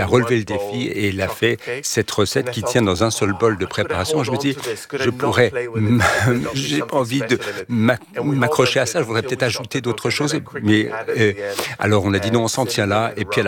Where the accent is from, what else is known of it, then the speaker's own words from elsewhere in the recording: Jerusalem, Jerusalem District, Israel; Parce que j'ai grandi à Jérusalem et chaque culture avait sa propre tradition, sa propre recette de keftas, de boulettes.